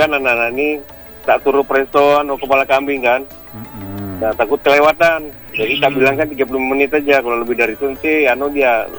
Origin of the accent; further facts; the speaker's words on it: East Java, Indonesia; Tapi kerisnya saya enggak tahu kalau di Madura tuh. Padahal kan saya kan memang dari Madura sebenarnya.